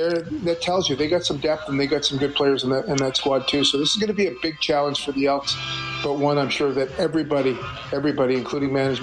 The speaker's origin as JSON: {"language": "English", "town": "Edmonton", "region": "Alberta", "country": "Canada", "tie": "born or raised there", "said": "growing up in Edmonton, always having a rivalry with Calgary."}